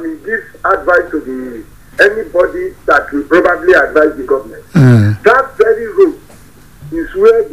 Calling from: Bukuru, Plateau, Nigeria; I'm calling from Bukuru area.

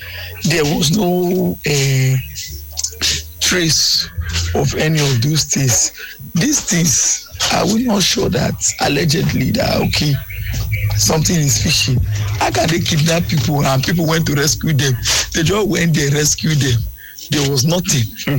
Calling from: Port Harcourt, Rivers, Nigeria; I'm doing this voice note directly from Ajibe State, Port Harcourt.

